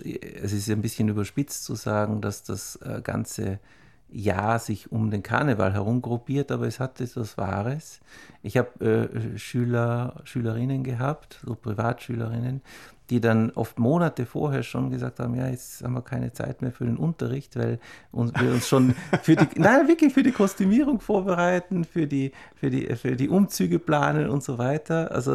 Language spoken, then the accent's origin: German; St. Pölten, Lower Austria, Austria; born there; An der Musikschule St. Pölten, das ist auch meine Geburtsstadt. Das war auch meine frühe Ausbildung hat dort stattgefunden.